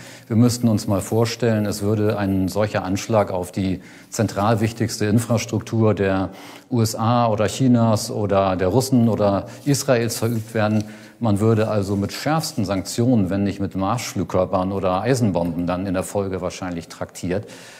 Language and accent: German; Germany